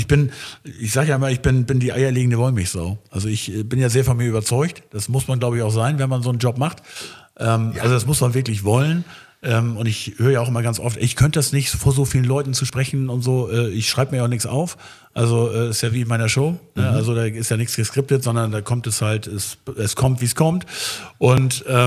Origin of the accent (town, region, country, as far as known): Schleswig, Schleswig-Holstein, Germany; born or raised there